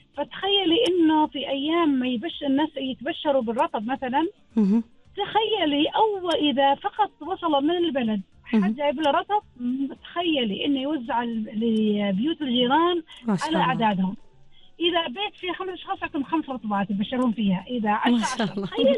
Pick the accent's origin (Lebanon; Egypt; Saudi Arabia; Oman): Oman; Muscat, Muscat Governorate; إحنا ولدنا في مسقط بالنفس. كانت تعرفي منطقة يسموها الصبارة أو الدلالين،